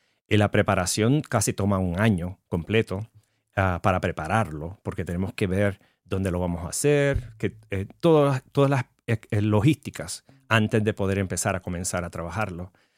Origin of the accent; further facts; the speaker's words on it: Puerto Rico; now in Los Angeles, United States; Soy un artista puertorriqueño que está trabajando aquí en Reno